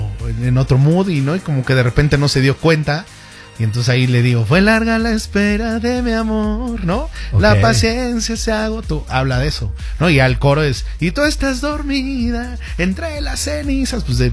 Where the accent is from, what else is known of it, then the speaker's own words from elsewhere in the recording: Mexico City, Mexico; Somos de Iztapalapa.